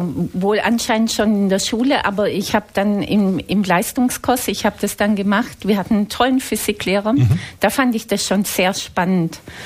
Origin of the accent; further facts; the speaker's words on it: Swabia, Germany; Ich habe erst mal dann als Schwäbin was Pragmatisches studiert